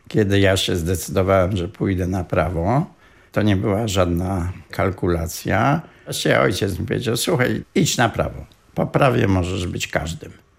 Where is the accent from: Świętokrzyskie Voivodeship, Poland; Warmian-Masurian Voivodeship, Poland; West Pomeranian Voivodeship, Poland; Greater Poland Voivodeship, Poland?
Greater Poland Voivodeship, Poland; Poznań; My poznaniacy